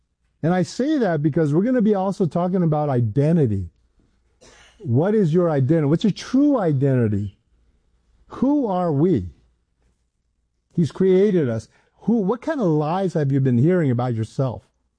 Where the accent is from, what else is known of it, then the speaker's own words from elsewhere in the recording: Hawaii, United States; also born or lived in San Diego; I grew up in Hawaii. I was in Hawaii and that's where I went to school.